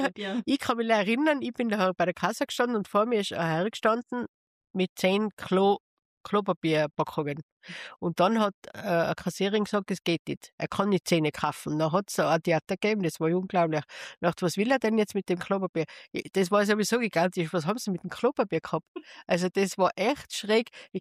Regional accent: Tyrol, Austria; Also in Tirol, wo ich herkomme, da ist ja eins nach dem anderen zugesperrt

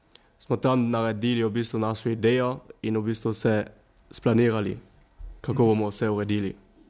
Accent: Klagenfurt, Carinthia, Austria

